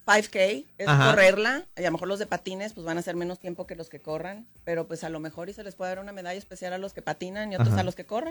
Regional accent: Ciudad Juárez, Chihuahua, Mexico; O sí, sea, al final soy chihuahuense de Juárez, que viva, que esté, o vaya y venga aquí al Paso, Texas, pues al final somos ciudades hermanas.

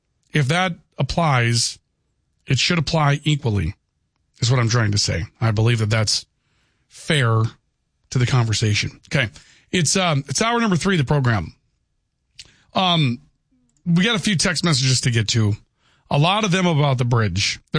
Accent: Valley City, North Dakota, United States; I am from Valley City. Okay.

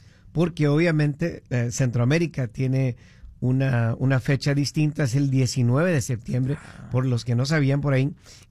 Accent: Mexico; Obviamente nosotros somos mexicanos, Víctor, entonces nos impacta más.

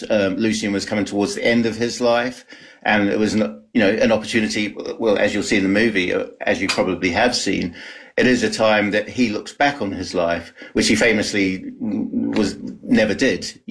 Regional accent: New Zealand; now in United Kingdom; I'm in the UK. The producer, Matthew Metcalf, GFC Films, they're in New Zealand. I'm a Kiwi.

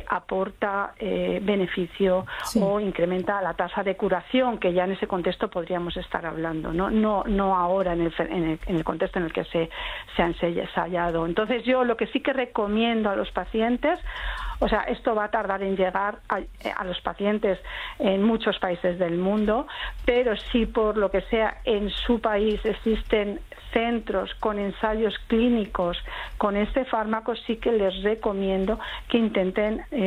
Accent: Spain; yo soy de España, vivo en Madrid

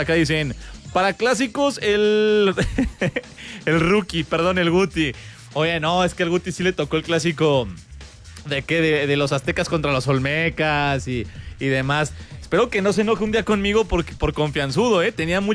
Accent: Torreón, Coahuila, Mexico; also born or lived in Querétaro; pero siendo queretano, yo nací aquí, después me fui a vivir a Torreón, tengo familia de Torreón, por eso le voy al Santos Laguna, crecí viendo los partidos del Santos.

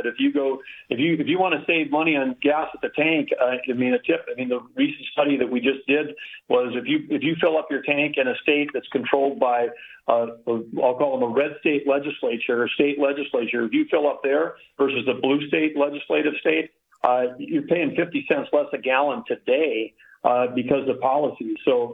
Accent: North Dakota, United States; And now they produce one tenth of what what gets produced out of my home state of North Dakota.

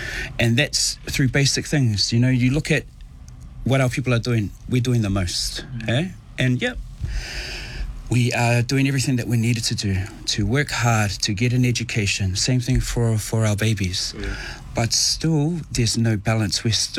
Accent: New Zealand; born there; also born or lived in Tonga; Because I've grown up so much on my father's side, which is Honunga, ki te tahi ki tōku, like te ao Māori

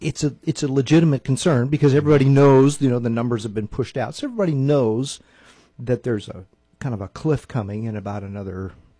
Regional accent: Eureka, California, United States; I did. I grew up in Eureka.

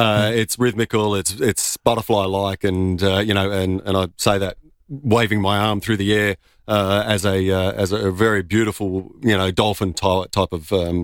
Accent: Modbury, South Australia, Australia; Modbury I grew up in.

